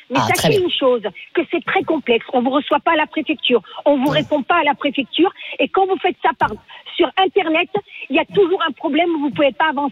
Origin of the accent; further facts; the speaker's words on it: France; born there; moi, je suis née en France. Mes parents, à l'époque, n'avaient pas demandé la nationalité française.